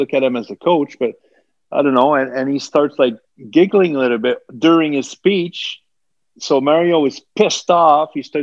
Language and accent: English; Montreal, Quebec, Canada; born or raised there